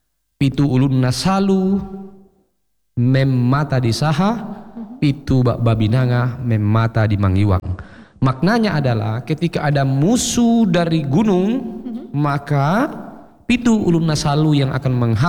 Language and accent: Indonesian; West Sulawesi, Indonesia; kampung kami ini.